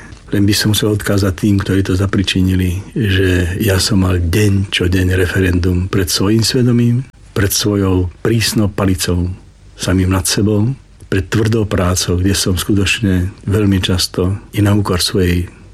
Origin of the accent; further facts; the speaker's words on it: eastern Slovakia, Slovakia; Viete, ja som chlapec z východu a každý hovorí o východňare, že sú strašne tvrdé palice.